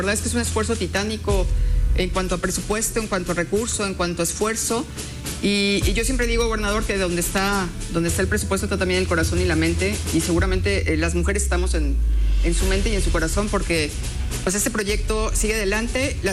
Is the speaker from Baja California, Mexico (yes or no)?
no; Puebla, Mexico; Pues nada más, como poblanas, la verdad, muy orgullosos